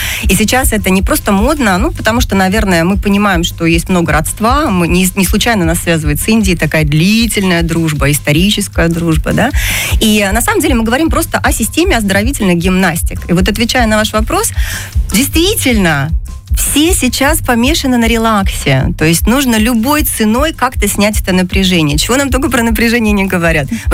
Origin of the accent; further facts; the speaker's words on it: Saint Petersburg, Russia; Это моя вторая родина, потому что я ленинградка и обожаю Кубань, люблю ее всей душой.